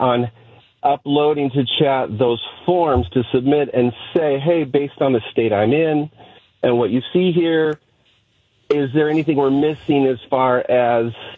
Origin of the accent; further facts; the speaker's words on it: California, United States; now in Michigan, United States; I'm originally from California, so they're still in California, but I'm in here in Michigan.